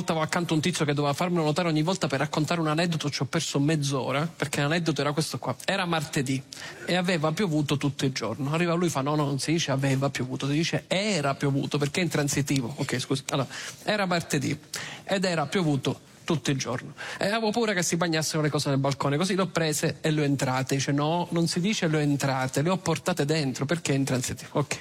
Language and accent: Italian; Southern Italy, Italy; Io, in quanto terrone, sbaglierò i verbi transitivi e intransitivi anche stasera. Perché noi abbiamo questa caratteristica